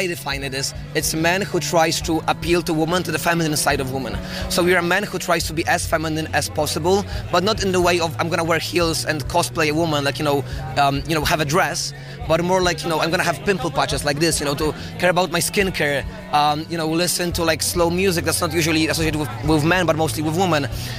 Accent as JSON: {"language": "English", "country": "Poland", "second_language": "English", "lives_now": "London, United Kingdom", "said": "I'm from Poland. I'm 19. I'm a student in London at UCL right now."}